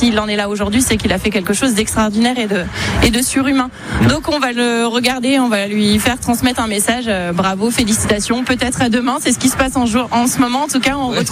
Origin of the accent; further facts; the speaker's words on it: Angers, Pays de la Loire, France; Alors non, moi je suis angevine.